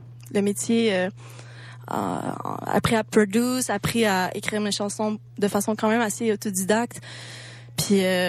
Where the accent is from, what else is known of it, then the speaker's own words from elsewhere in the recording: Granby, Quebec, Canada; moi, je viens de Granby, comme... J'ai étudié à Granby, ben je viens de Granby aussi.